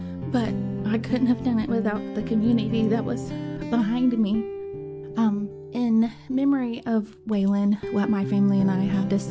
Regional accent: Richmond Hill, Georgia, United States; I am from Richmond Hill, Georgia

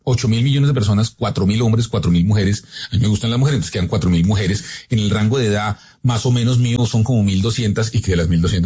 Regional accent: Bogotá, Bogotá Capital District, Colombia; Pues yo nací en un inquilinato en Fontibón, viví en Kennedy, en el barrio de las Américas, luego viví en el barrio Bavaria

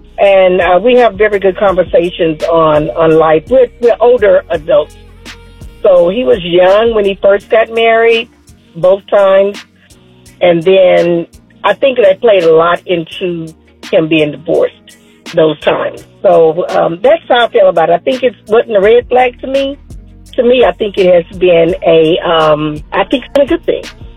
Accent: Virginia, United States; I'm from Virginia.

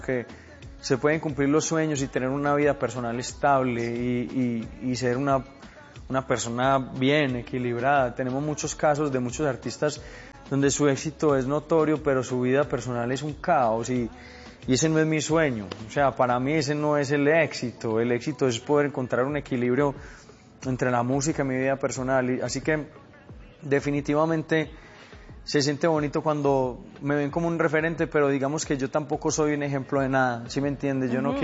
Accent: Medellín, Antioquia, Colombia; tengo la prioridad de disfrutar más mi tierra, Medellín

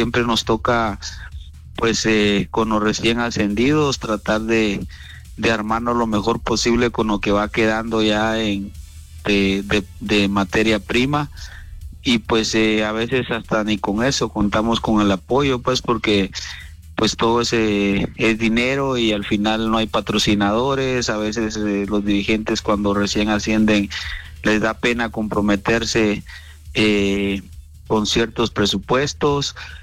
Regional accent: Guatemala

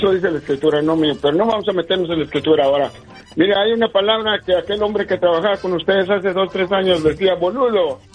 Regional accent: San Antonio, Texas, United States; born there; yo soy muy orgulloso de ser mexicoamericano. Aquí nací en San Antonio, pero mis padres eran de Perro Bravo, Nuevo León, Monterrey.

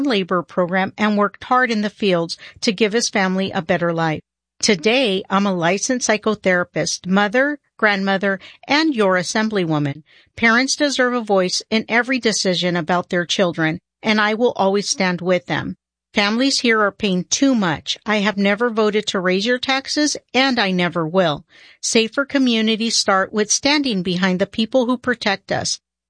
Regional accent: Home Gardens, California, United States; I was born and raised in Home Gardens, unincorporated Riverside County, and I'm proud to call the Inland Empire home.

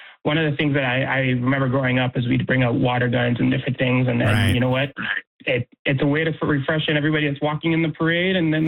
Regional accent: Greenfield Park, Quebec, Canada; You know, I was born and raised in Greenfield Park.

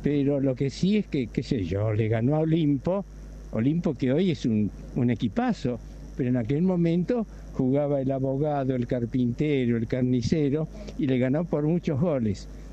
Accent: Bahía Blanca, Buenos Aires Province, Argentina; now in Buenos Aires, Argentina; Lo vi jugar en Bahía Blanca, yo soy oriundo de allá

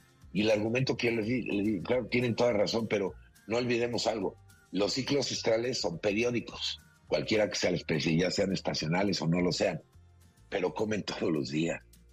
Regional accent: Villahermosa, Tabasco, Mexico; born there; Yo recuerdo de chiquito que vivía en Villahermosa

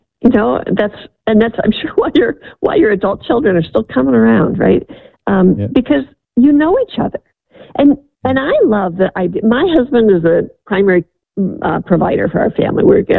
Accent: Midwest, United States; I grew up in the Midwest.

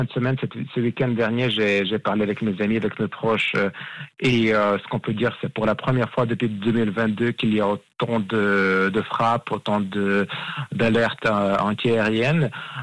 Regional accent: Ukraine; French is a second language; quand on est ukrainien, on sait qu'on est porteur de certaines valeurs

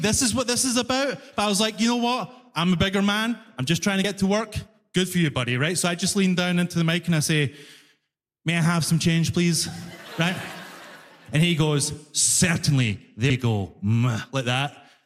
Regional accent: Glasgow, Scotland, United Kingdom; Because that's the thing, I'm from Glasgow, right? If you don't know, Glasgow is the knife crime capital of Europe. Every single Glaswegian person is a psychopath, including me. You do not want to mess with Scottish people, you know?

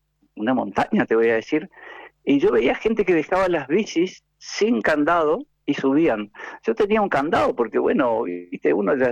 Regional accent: Posadas, Misiones, Argentina; now in Buenos Aires, Argentina; Yo me vine de Posadas como que estuviera ahí, a hacer la especialidad en el Hospital Tornú

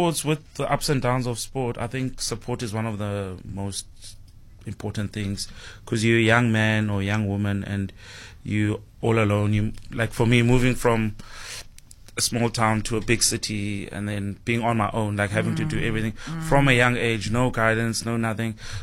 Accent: King William's Town, Eastern Cape, South Africa; I think growing up in King Williamstown, we loved rugby in the Eastern Cape

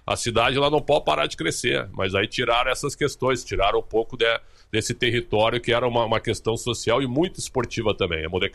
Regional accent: Porto Alegre, Rio Grande do Sul, Brazil; also born or lived in São Paulo; Nós que somos de Porto Alegre, né Paula? Eu joguei na várzea de Porto Alegre

